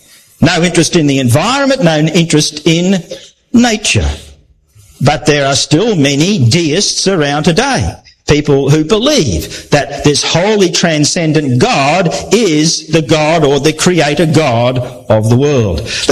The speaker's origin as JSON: {"language": "English", "country": "Australia", "said": "I'm Australian"}